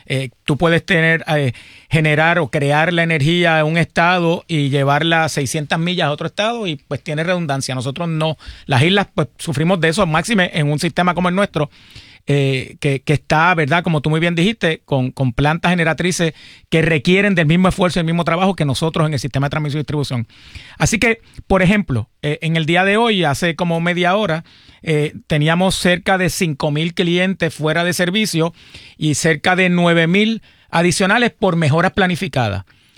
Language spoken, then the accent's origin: Spanish; Arecibo, Puerto Rico; Recuerda, yo soy de Arecibo. Así que...